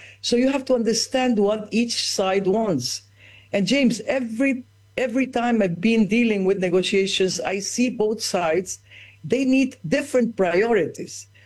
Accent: Ecuador; I was raised in Ecuador that Peru is my enemy.

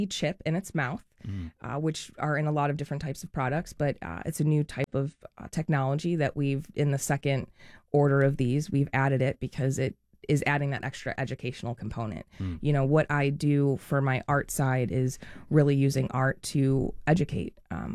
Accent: Cleveland, Ohio, United States; moved away as an adult; now in Tampa, United States; I'm actually originally from Cleveland, Ohio. I moved to Tampa 6.5 years ago

